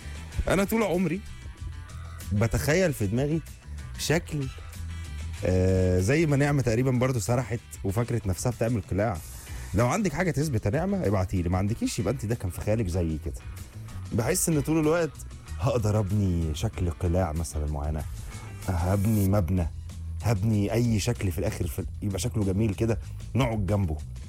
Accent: Alexandria, Alexandria Governorate, Egypt; انا من اسكندريه، فالبحر بالنسبه لي ليه ذكريات كتيره.

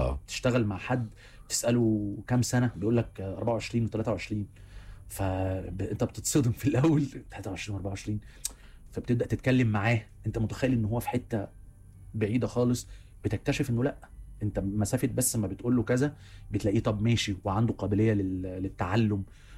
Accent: Egypt

